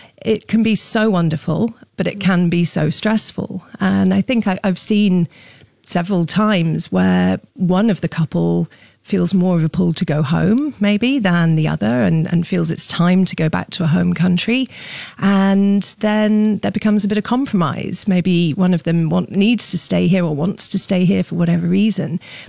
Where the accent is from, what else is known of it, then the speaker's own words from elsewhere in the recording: United Kingdom; now in Singapore; I feel I'm looking at it through a British lens, being a British woman living here, writing about a British woman visiting here.